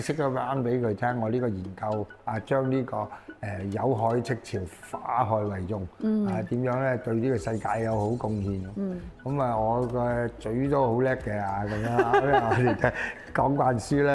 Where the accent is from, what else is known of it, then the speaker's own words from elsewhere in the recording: Foshan, Guangdong, China; moved away; 就翻翻我家鄉順德佛山區嘅佛山順德區裏面咧去搞呢件事咧。